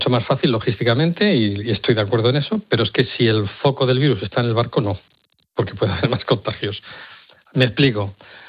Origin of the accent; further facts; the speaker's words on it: Madrid, Community of Madrid, Spain; now in Seville, Spain; aunque estoy en Sevilla soy madrileño y mis padres viven al lado